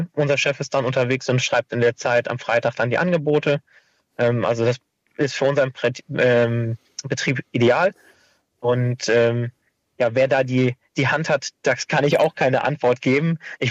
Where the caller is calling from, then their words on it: Bad Laer, Lower Saxony, Germany; Bad Laa, das ist genau 8 Kilometer von der Grenze entfernt.